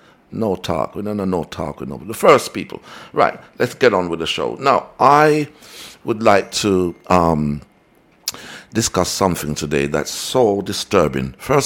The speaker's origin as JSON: {"language": "English", "country": "Jamaica", "said": "Jamaican? And yeah, I'm Jamaican. You don't eat chicken? Yeah, I don't eat chicken."}